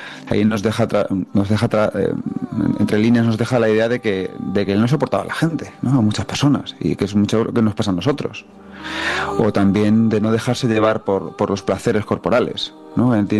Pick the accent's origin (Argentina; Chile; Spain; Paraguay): Spain; Manzanares, Castilla-La Mancha; Yo soy un pueblo de Ciudad Real muy chiquitín, de Manzanares. Bueno, no tan chiquitín, somos 15, 18.000